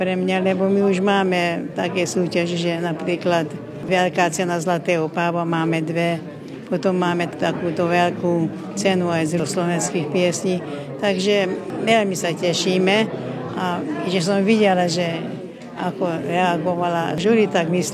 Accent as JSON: {"language": "Slovak", "region": "Békés", "country": "Hungary", "accent": "Čaba Slovak dialect", "said": "Tak je to tak, že celkom blízo aj ten jazyk je taký ako náš, tu čabianský."}